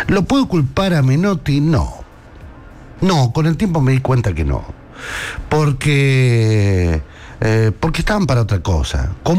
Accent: Argentina

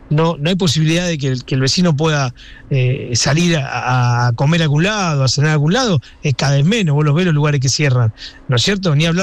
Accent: Buenos Aires Province, Argentina; nosotros somos bonaerenses y miramos lo nuestro

